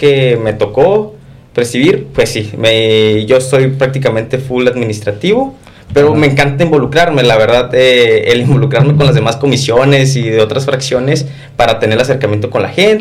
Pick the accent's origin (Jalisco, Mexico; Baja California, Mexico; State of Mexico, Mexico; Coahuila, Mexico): Baja California, Mexico; Tijuana; saber que somos todos de Tijuana